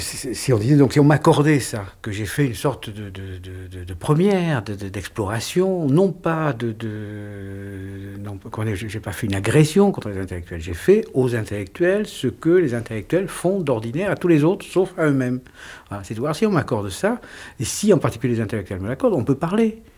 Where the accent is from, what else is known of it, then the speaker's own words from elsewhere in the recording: Nouvelle-Aquitaine, France; moved away; Je viens d'un tout petit village du Béarn, du sud-ouest de la France, bon, et d'une famille de tout petits fonctionnaires.